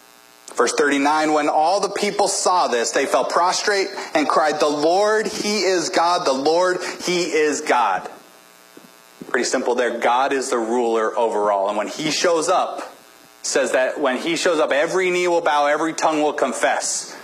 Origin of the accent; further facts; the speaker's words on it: Washington, United States; I grew up in the Northwest.